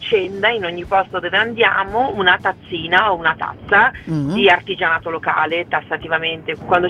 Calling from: Milan, Lombardy, Italy; da Milano.

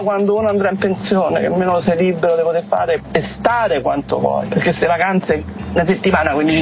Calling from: Rome, Lazio, Italy; Io sono di Roma

